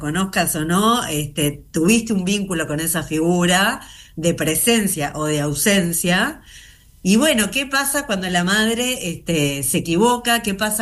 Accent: Uruguay; soy una actriz uruguaya

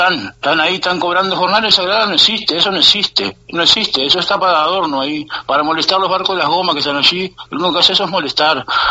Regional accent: La Paloma, Rocha, Uruguay; yo que vivo en La Paloma toda la vida

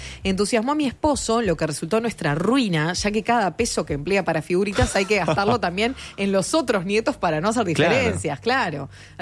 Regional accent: Uruguay; si bien soy de aquí, de Ciudad Vieja.

